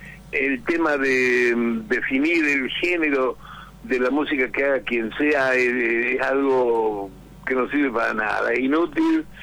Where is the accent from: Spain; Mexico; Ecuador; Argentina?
Argentina; Rosario, Santa Fe; que soy rosarino, que mis abuelos eran piamonteses y andaluces por el otro lado